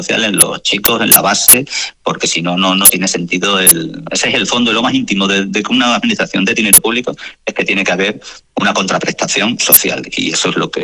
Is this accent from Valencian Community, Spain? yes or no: no; Cáceres, Extremadura, Spain; porque yo soy un cacereño, y recordar aquellos tiempos, siempre que llega el 10 de mayo, está en nuestra cabeza.